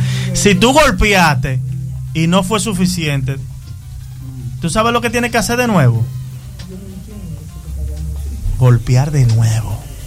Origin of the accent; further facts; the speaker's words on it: Dominican Republic; Sí, somos dominicanos